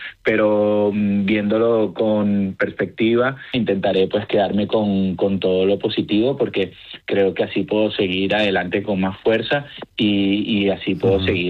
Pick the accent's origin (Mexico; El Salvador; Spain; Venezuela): Venezuela; Caracas, Capital District; born there; primero quisiera aclarar que aunque que nací en Caracas, soy español de origen.